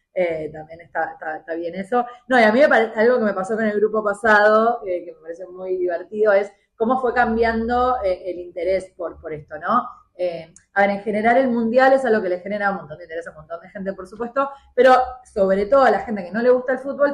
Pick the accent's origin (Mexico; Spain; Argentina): Argentina; Obviamente que me siento argentina, me gusta ser argentina en un montón de cosas